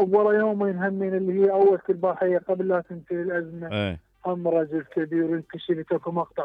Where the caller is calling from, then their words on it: Baghdad, Baghdad Governorate, Iraq; من بغداد.